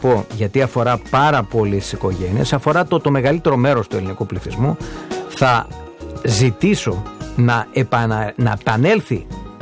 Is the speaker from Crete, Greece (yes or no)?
yes; Crete, Greece; τον τόπο μου